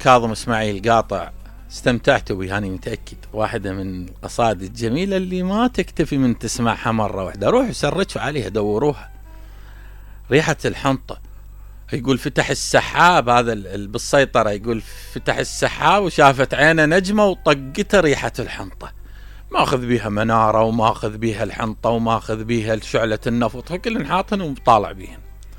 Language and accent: Arabic; Iraq; هنا عندنا بالعراق